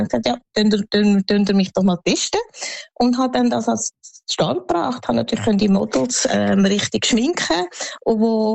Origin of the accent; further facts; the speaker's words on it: Switzerland; Also, also Schweiz ist da, wo ich geboren bin, aufgewachsen bin, in die Schule bin, die Ausbildung gemacht habe.